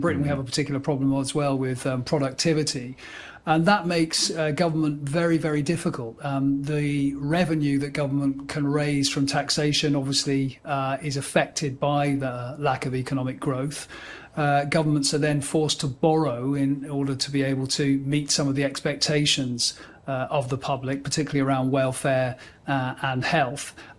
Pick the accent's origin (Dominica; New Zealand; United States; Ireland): New Zealand; also born or lived in United Kingdom; And I should say I'm also a New Zealander as well as a Brit, so I've got some familiarity with this system as well.